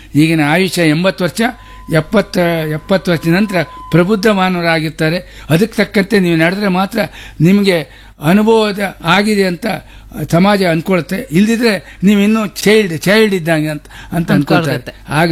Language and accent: Kannada; Kundapur, Karnataka, India; ಈ ನೆಲ ನಮ್ಮ ಹುಟ್ಟೂರು ಕುಂದಾಪುರ.